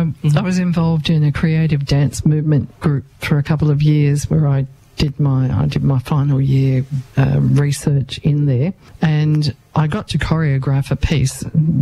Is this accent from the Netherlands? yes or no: no; Sydney, New South Wales, Australia; I grew up in Sydney